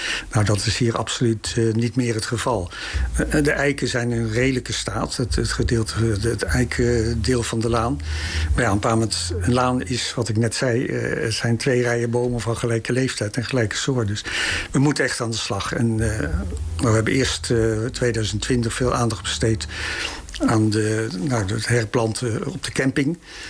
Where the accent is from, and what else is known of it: Belt-Schutsloot, Overijssel, Netherlands